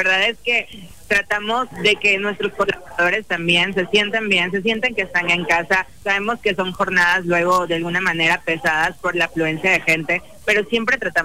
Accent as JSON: {"language": "Spanish", "town": "Cárdenas", "region": "Tabasco", "country": "Mexico", "said": "yo soy de Cárdenas"}